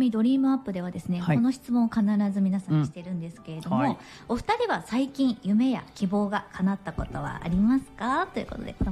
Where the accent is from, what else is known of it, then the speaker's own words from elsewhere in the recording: Kawasaki, Kanagawa, Japan; 私の大好きな地元の川崎の工場地帯